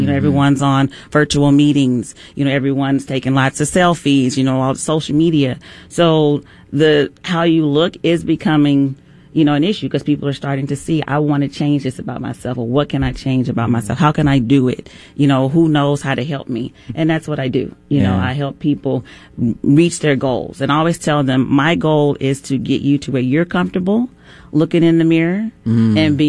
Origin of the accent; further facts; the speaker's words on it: Texas, United States; I mean, I grew up in Texas, so, you know, when I was younger, they would tell us to go outside and play